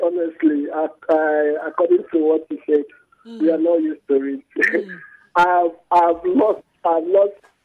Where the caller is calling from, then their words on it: Nigeria; I'm calling from Abloma.